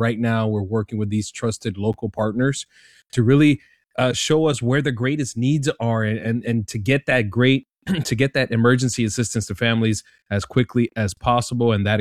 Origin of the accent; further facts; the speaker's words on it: Colombia; now in South Florida, United States; Francesca is actually from my hometown in Colombia. I'm Colombian myself